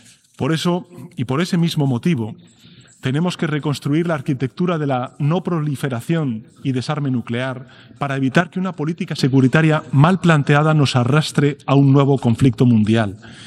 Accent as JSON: {"language": "Spanish", "country": "Spain", "said": "En mi país, señoras y señores, España"}